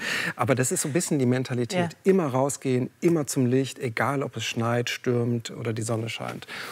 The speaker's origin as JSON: {"language": "German", "region": "Northern Germany", "country": "Germany", "also_born_or_lived": "Sweden"}